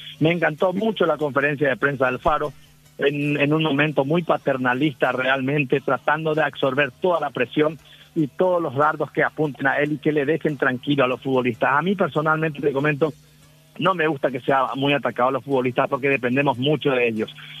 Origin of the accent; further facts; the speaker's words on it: Paraguay; porque somos todos paraguayos